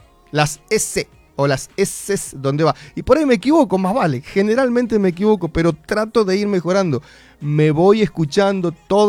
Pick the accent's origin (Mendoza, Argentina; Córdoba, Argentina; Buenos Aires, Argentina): Mendoza, Argentina; accent: cuyano; Mis hijas me retan, no es pollo, papá, si vos sos mendocino.